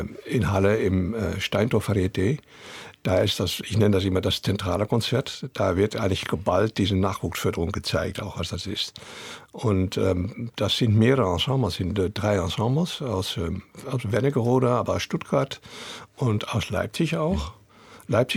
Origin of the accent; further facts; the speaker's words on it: Netherlands; German is a second language; now in Germany; als Holländer